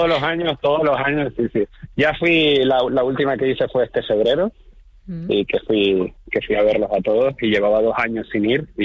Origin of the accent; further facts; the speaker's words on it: Canary Islands, Spain; moved away as an adult; aunque haya salido de mi isla la llevo siempre conmigo.